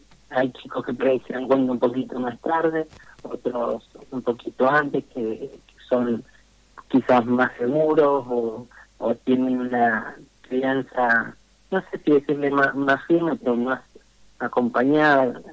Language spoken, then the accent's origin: Spanish; Moreno, Buenos Aires Province, Argentina; now in Mar del Plata, Argentina; yo en realidad soy oriundo de Moreno, nada más que el conurbano bonaerense. Y allá es un poco más complicado todo, digamos. es mucho más precario, digamos, desde las casas.